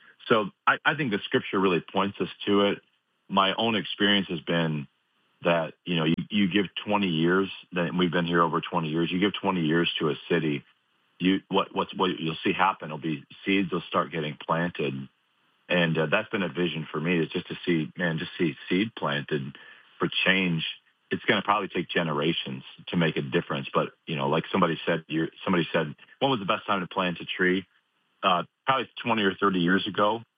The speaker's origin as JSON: {"language": "English", "town": "Chicago", "region": "Illinois", "country": "United States", "tie": "born or raised there", "also_born_or_lived": "Raleigh, North Carolina", "moved": "yes", "lives_now": "York, United States", "said": "I moved to York in 2004 from Raleigh, North Carolina. I was actually born and raised outside in the suburbs of Chicago."}